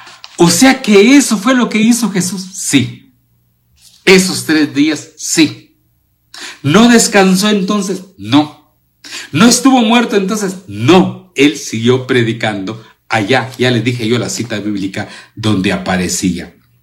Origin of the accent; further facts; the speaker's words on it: Guatemala; de la parroquia de Santiago Zacatepeques de Guatemala. Soy de Guatemala.